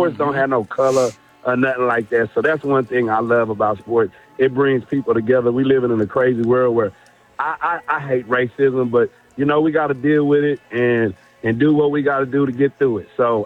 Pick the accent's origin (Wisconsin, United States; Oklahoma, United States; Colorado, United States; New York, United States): Oklahoma, United States; Atoka; An armadillo? Yeah, I'm from Atoka, Oklahoma. Yeah, we had them in in my neighborhood